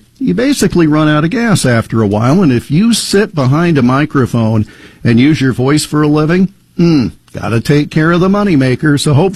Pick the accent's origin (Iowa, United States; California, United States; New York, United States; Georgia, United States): Iowa, United States; Yes, it is in my home state of Iowa